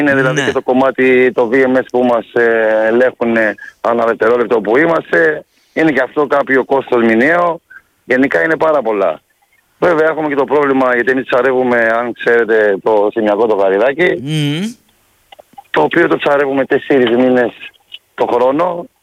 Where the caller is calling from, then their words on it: Halki, South Aegean, Greece; από Χάλκη, το Δεκανήσου.